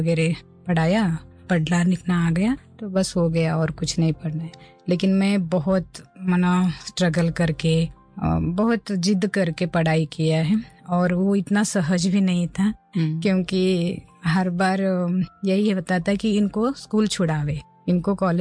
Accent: Haliyal, Karnataka, India; now in Mount Abu, India; मैं ऐसे कर्नाटक से कारवार डिस्ट्रिक्ट में हलियाल करके आता है, वो भरे तालुका प्लेस है, लेकिन वहाँ का सारा वातावरण यानी 30-40 साल पहले एक गांव का ही था, तो गांव के वातावरण में ही हम पले बड़े हैं।

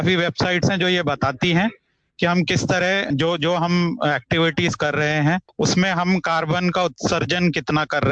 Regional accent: Rishikesh, Uttarakhand, India; also born or lived in Delhi; मैं वैसे दिल्ली से हूं, बट मेरा जो बॉर्न एंड ब्रॉट अप है वो ऋषिकेश में हुआ है, और अभी मैं देहरादून में हूँ।

